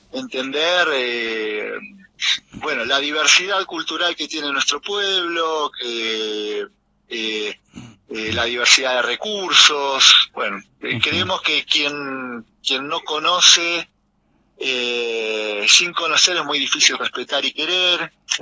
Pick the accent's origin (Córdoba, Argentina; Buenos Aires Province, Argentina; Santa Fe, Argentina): Buenos Aires Province, Argentina; Merlo; Somos de Buenos Aires, de la provincia de Buenos Aires, de Merlo